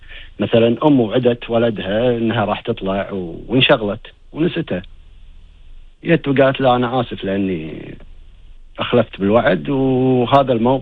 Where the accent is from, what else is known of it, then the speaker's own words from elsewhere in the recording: Kuwait; إحنا عندنا كويتي يقول طق الحديد وهو حامي،